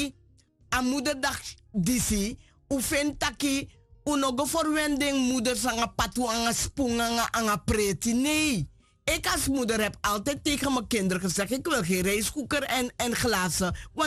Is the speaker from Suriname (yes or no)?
yes; Suriname; ik ben een Surinaamse vrouw